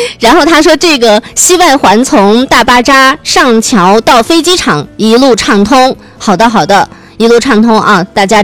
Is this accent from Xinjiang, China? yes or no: yes; Xinjiang, China; 就是我也是新疆长大的娃娃啊